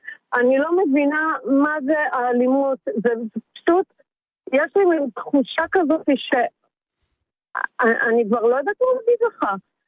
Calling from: Holon, Tel Aviv District, Israel; הנהגת אוטובוס מחולון.

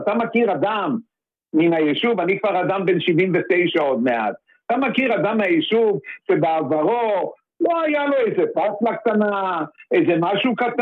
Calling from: Haifa, Haifa District, Israel; אני מחיפה.

